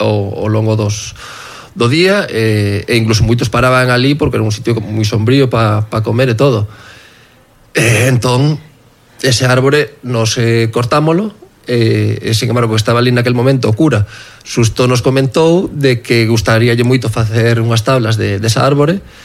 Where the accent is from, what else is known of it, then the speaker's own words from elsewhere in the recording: Portal, Galicia, Spain; Son daqui do Portal, levo toda a vida aquí